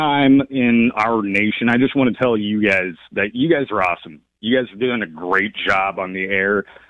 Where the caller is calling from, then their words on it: Arizona, United States; calling from Arizona.